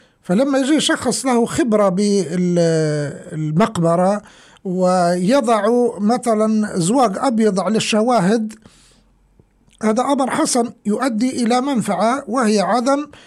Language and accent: Arabic; Libya; accent: Libyan; بلهجتنا الليبية